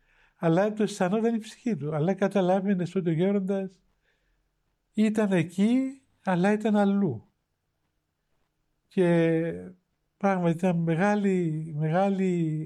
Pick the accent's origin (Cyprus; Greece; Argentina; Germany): Cyprus; Ούτε έλεγα είμαι από την Κύπρο, όχι πως περιφρόνσα την Κύπρο